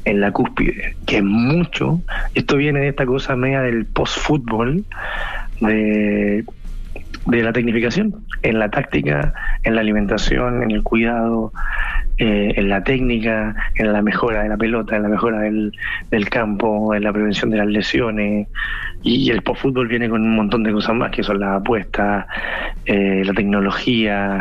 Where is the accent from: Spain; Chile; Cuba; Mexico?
Chile; Peor somos nosotros, los chilenos, que ni estamos.